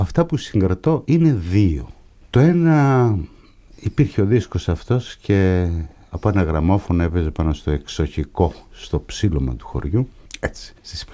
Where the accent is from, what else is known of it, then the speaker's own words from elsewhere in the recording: Kato Theodoraki, Central Macedonia, Greece; moved away; το χωριό μου, το Κάτω Θεοδωράκι του Κυλκής, όπου γεννήθηκα στις 7 Μαΐου του 1936. Όλοι οι κάτοικοι είναι πρόσφυγες, κυρίως πόντοι, λίγες οικογένειες μικρασιάτες και 5-6 οικογένειες σαρακατζανέοι.